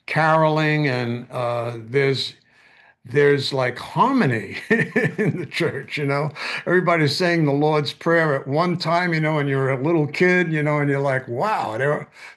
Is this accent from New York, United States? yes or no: yes; Bronx, New York, United States; I grew up in the Bronx. My parents were always arguing like, 24/7.